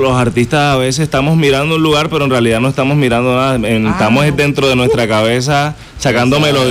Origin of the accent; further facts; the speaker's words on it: Cartagena, Bolívar, Colombia; born there; nosotros que nacimos en Cartagena